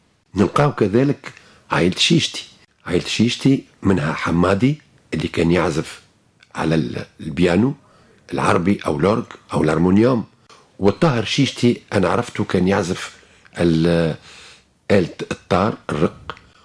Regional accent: Tunisia

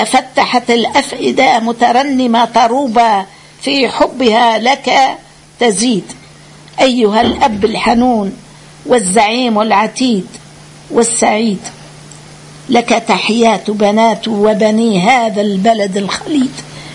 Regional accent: Medenine, Tunisia

